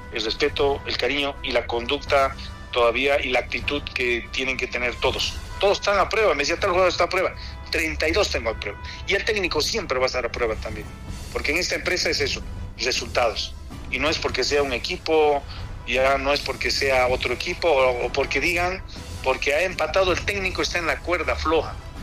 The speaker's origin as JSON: {"language": "Spanish", "region": "La Paz", "country": "Bolivia"}